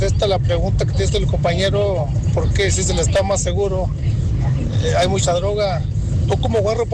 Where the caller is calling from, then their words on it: Saltillo, Coahuila, Mexico